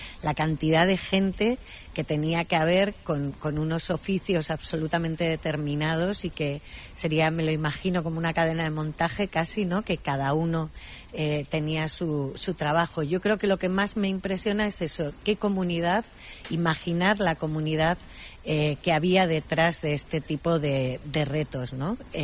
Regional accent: Cáceres, Extremadura, Spain; now in Basque Country, Spain; Yo soy de Cáceres y aquí estoy

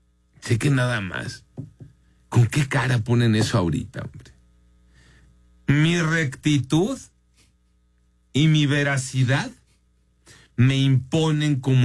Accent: Sinaloa, Mexico

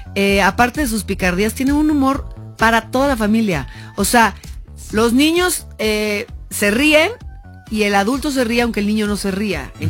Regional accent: Mexico; Y así somos los mexicanos

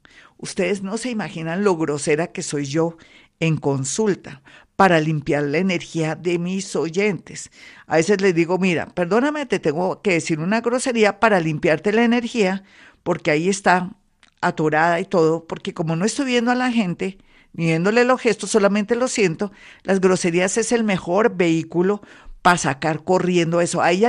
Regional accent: Colombia; ¿Ustedes por qué creen que los colombianos, en medio de tanto rollo, de tantas cosas, son felices o somos felices?

